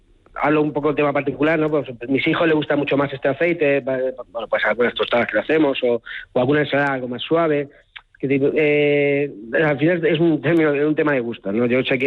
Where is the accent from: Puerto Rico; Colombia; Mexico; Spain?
Spain; Alcázar de San Juan, Castilla-La Mancha; nosotros somos, el origen somos la Alcázar de San Juan, la familia, la finca también está en el término de Alcázar de San Juan